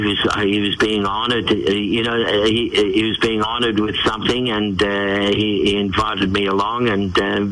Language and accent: English; Perth, Western Australia, Australia; I've been in Perth now for 6 or 7 years, because this is my hometown